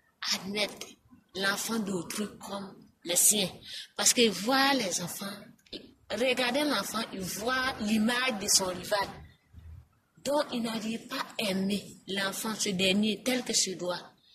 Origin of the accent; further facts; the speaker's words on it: Burkina Faso; Chez nous, au Burkina Faso